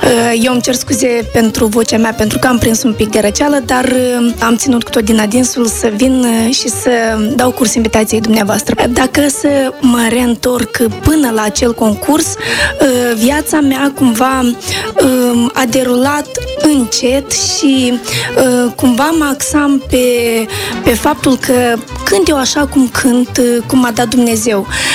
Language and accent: Romanian; Cupcui, Leova District, Moldova; Din satul Cupcui, raionul Leova.